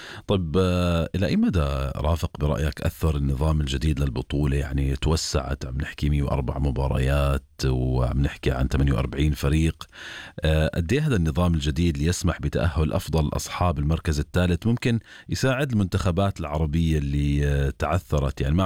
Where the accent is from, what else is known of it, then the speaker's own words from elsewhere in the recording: Jordan; أنا والله من الأردن